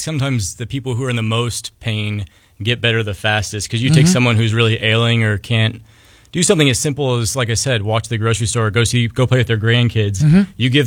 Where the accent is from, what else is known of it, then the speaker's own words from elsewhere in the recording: Midwest, United States; I'm from the Midwest originally, so I definitely know the population and the people around here